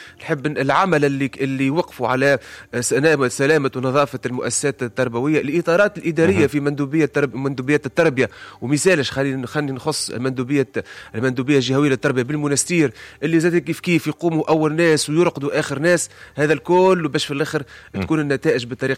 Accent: Medenine, Tunisia; مدنين احنا اللي تعتبر من الجنوب

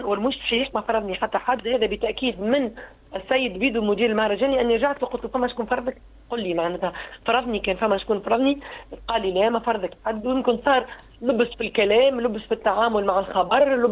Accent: Tunisia

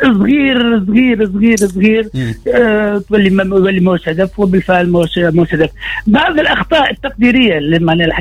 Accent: Tunisia

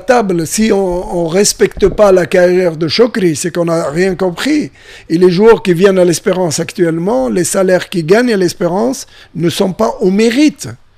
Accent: Tunisia; Et nous, la neige, c'est une option chez nous, en Tunisie.

